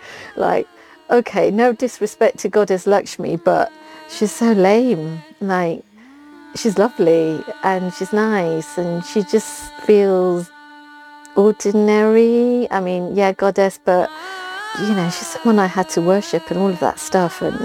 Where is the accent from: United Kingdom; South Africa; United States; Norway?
United Kingdom; London; I grew up in London, very mixed, what we described as a multicultural society then.